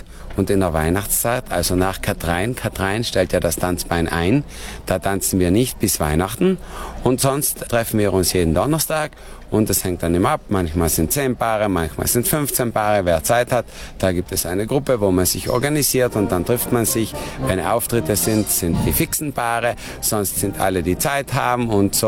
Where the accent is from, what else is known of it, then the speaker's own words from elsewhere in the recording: Trentino-Alto Adige, Italy; Wir sind aus Südtirol, eigentlich aus Philanders. Es ist ein kleines Dorf auf 900 Höhenmeter mit ca. 2000 Einwohnern.